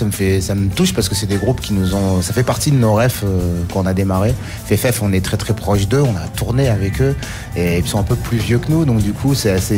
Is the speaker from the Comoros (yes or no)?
no; Brussels, Brussels-Capital Region, Belgium; born there; moved away; also born or lived in north of France; moi, je suis né à Bruxelles, j'ai vécu beaucoup